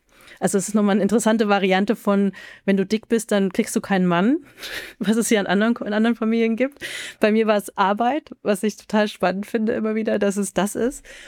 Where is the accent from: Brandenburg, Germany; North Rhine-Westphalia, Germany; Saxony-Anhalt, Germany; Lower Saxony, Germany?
Saxony-Anhalt, Germany; Halle; ich komme aus Halle, wir waren, meine Mutter kommt aus Berlin und da war so der Rest oder war und ist der Rest der Familie.